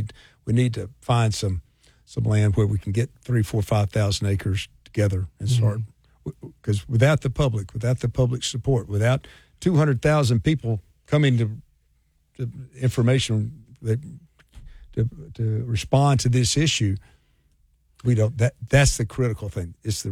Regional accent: Pine Bluff, Arkansas, United States; I grew up in Pine Bluff

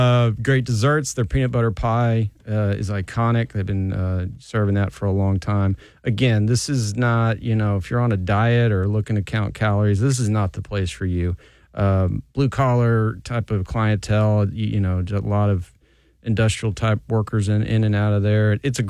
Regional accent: Houston, Texas, United States; growing up in Houston, I'm always going to support my Houston teams.

